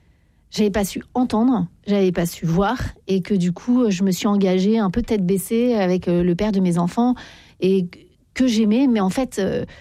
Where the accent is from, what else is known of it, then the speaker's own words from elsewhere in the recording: Paris, Île-de-France, France; moi je suis parisienne, on râle beaucoup, les gens sont pas sympas parfois dans le métro, parfois.